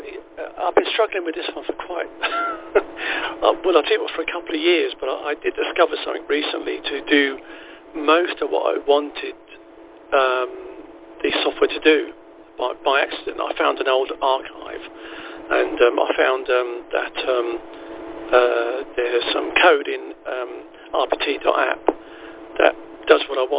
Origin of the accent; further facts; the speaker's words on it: London, United Kingdom; moved away as an adult; now in Suffolk, United Kingdom; So I was brought up in Kennington, so I lived in Kennington. Let's see, my parents probably moved there in about 1964. So from about 1964 to about 1980-something.